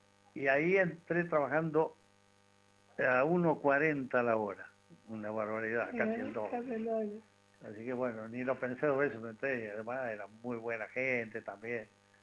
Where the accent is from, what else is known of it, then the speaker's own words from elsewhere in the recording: Ramallo, Buenos Aires Province, Argentina; also born or lived in Comodoro Rivadavia; vine de Comodoro, estuve un tiempo acá, volví acá a Ramallo, estuve en casa un tiempo